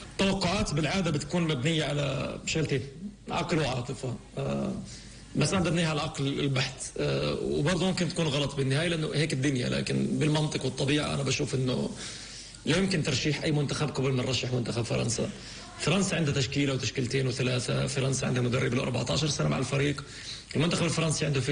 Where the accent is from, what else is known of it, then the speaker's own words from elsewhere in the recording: Palestine; خاصة أنه أنا فلسطيني